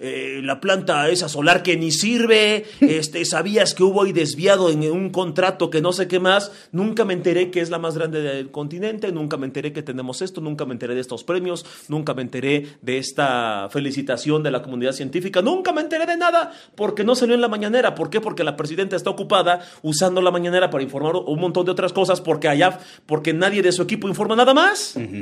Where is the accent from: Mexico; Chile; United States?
Mexico